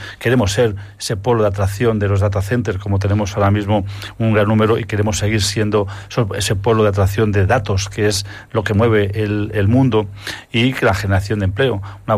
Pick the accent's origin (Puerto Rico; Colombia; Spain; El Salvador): Spain; Tres Cantos, Community of Madrid; Yo como español, como tricantino, como español, estoy avergonzado del gobierno de España que tenemos.